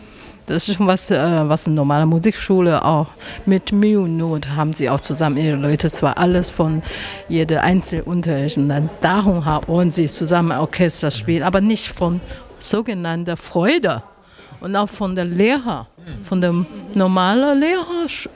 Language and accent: German; Taiwan; Persönlich komme ich aus Taiwan.